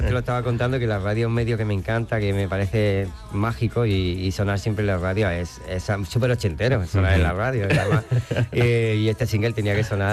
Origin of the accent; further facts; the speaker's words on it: Pinos Puente, Andalusia, Spain; mi padres tenían un bar allí en Pinos Puente, mi pueblo de natal